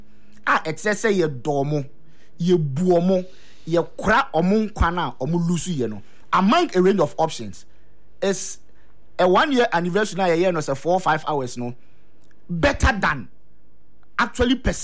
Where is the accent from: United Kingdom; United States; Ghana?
Ghana; As a Ghanaian, as a communications person